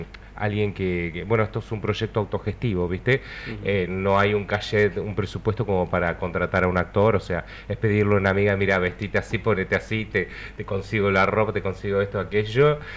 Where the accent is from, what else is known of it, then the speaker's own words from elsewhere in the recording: Río Gallegos, Santa Cruz, Argentina; yo soy de acá de Río Gallegos